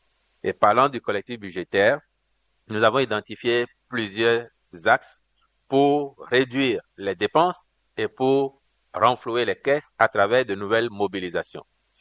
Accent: Benin

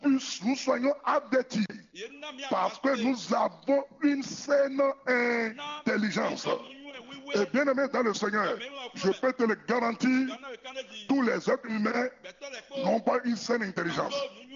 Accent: Benin; En tant que Béninois

